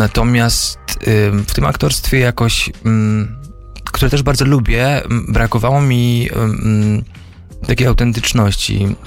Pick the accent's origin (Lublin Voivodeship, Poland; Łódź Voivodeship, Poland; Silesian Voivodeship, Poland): Silesian Voivodeship, Poland; Bielsko-Biała; born there; Ja urodziłem się w ogóle na południu Polski, w Bielsku-Białej. Też mieszkałem jakiś tam dłuższy okres w Polsce.